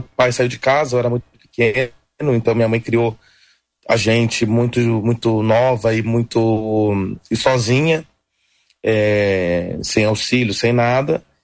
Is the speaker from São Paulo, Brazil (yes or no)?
yes; São Vicente, São Paulo, Brazil; also born or lived in Santos; Eu sou da periferia de São Vicente, na Baixada. E, enfim, ali a gente é tudo muito integrado, né? Eu já morei em outra cidade da região, em Santos e tudo